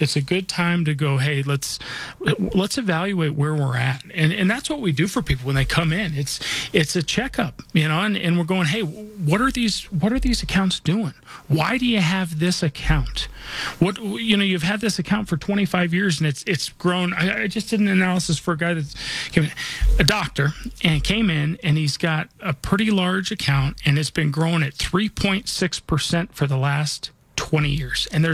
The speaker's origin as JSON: {"language": "English", "town": "Denver", "region": "Colorado", "country": "United States", "tie": "born or raised there"}